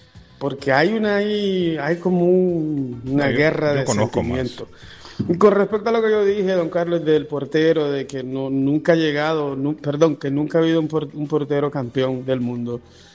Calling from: La Ceiba, Atlántida, Honduras; Yo soy de La Ceiba, mi madre es mulata, o sea, yo tengo descendencia negra también

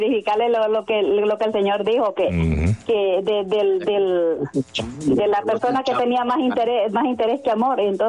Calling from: Everett, Washington, United States; yo le estoy llamando de aquí, de Everett.

